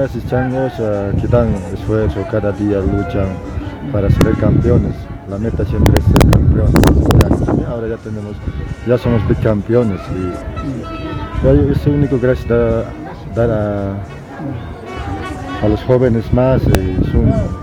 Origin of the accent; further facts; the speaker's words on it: Potosí, Bolivia; Todos somos del Ayu Jucumán.